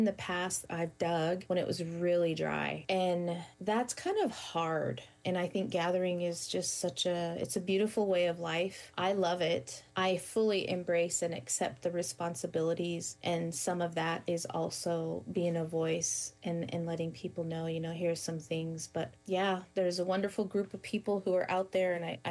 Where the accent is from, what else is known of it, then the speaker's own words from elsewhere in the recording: United States; for us as Indian people, you had to think about, you know, what does resiliency mean for us?